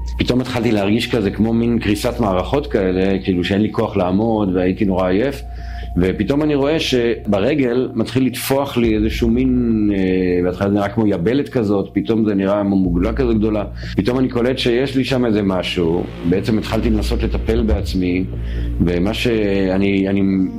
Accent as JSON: {"language": "Hebrew", "town": "Kfar Ruppin", "region": "Northern District", "country": "Israel", "tie": "born or raised there", "said": "אני גדלתי בקיבוץ כפר רופין, קיבוץ חילוני"}